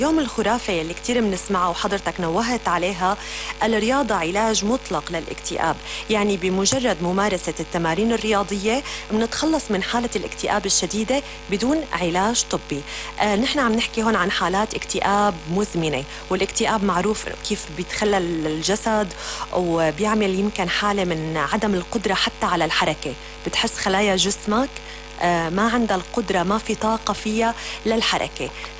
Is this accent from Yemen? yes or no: no; Syria; احنا كشعب سوري